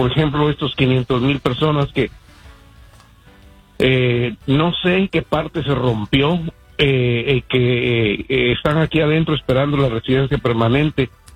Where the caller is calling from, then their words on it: Los Angeles, California, United States; Pues de Los Ángeles, Andreina.